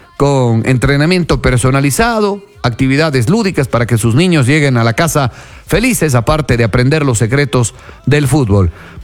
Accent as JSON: {"language": "Spanish", "country": "Ecuador"}